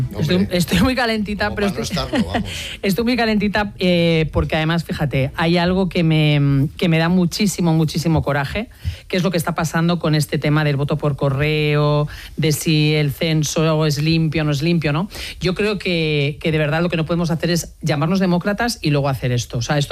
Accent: Galicia, Spain; A mí me da mucho coraje como gallega

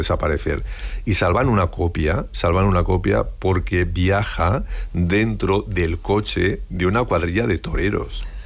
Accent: Spain; ni siquiera como españoles somos conscientes de ello, de todo ese bagaje y de esa formación.

